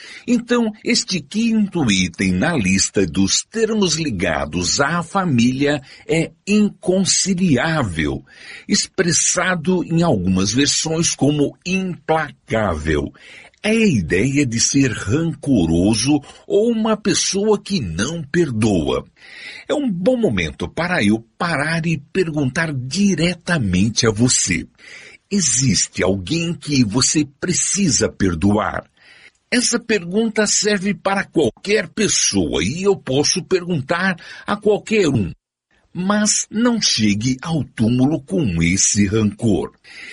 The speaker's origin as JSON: {"language": "Portuguese", "town": "São Caetano do Sul", "region": "São Paulo", "country": "Brazil", "tie": "born or raised there"}